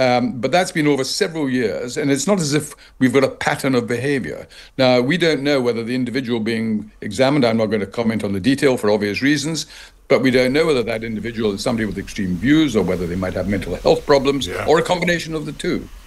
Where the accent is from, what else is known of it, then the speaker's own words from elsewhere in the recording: Scotland, United Kingdom; born there; now in London, United Kingdom; I'm a Scotsman living in London. I have no... My father was Scottish, my mother was English.